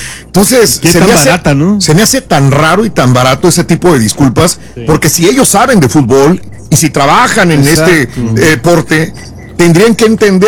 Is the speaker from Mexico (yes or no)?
yes; Mexico; Y yo soy mexicano, quiero apoyar a México